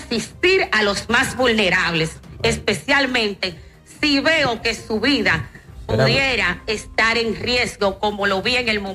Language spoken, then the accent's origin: Spanish; Elías Piña, Dominican Republic; Soy hija de Elías Piña.